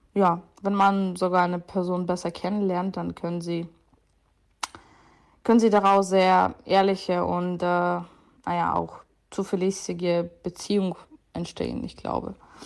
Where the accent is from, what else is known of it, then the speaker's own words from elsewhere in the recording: Dnipro, Dnipropetrovsk Oblast, Ukraine; moved away as an adult; now in Germany; Also ich komme aus der Ukraine, aus Dnipro. Und das erste Mal bin ich 2022 nach Deutschland gezogen. Ursprünglich bin ich ja wegen des Krieges nach Deutschland gekommen.